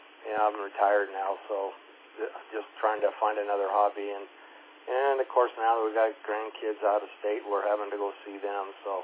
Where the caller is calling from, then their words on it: La Verne, California, United States; I'm in Laverne, California.